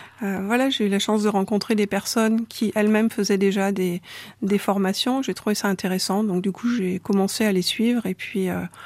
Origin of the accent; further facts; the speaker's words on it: Saint-Chamond, Auvergne-Rhône-Alpes, France; Donc oui, je suis née à Saint-Chamond, donc j'ai grandi dans la paroisse protestante de Saint-Chamond, d'un papa catholique qui est devenu protestant en se mariant. Et donc du coup, on a grandi dans la paroisse de Saint-Chamond